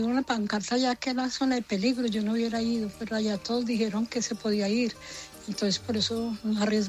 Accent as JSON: {"language": "Spanish", "country": "Colombia", "moved": "as an adult", "lives_now": "New York, United States", "said": "Yo llegué en el 2000 de Colombia, soy colombiana."}